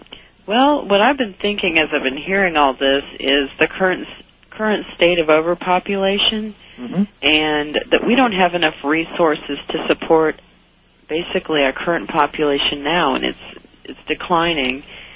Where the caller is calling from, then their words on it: Nashville, Tennessee, United States; I'm calling from Nashville, Tennessee.